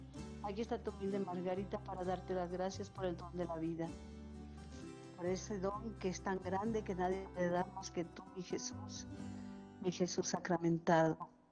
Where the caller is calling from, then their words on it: Michoacán, Mexico; De Michoacán.